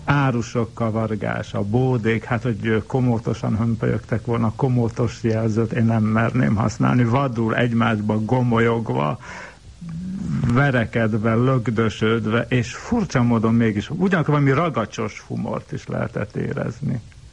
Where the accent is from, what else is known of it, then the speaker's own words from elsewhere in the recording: Budapest, Hungary; egy gyárutcai ablak, mai Jókai utcai, ott születtem, a 6. kerület, onnan szivárogtam át, aztán tulajdonképpen jóval később csak a Tisza-Kálmán térre. De még előtte Kőbánya is volt.